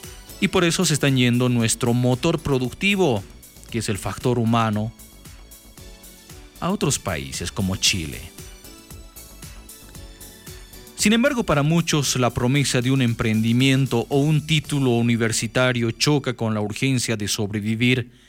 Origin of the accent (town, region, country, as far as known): Bolivia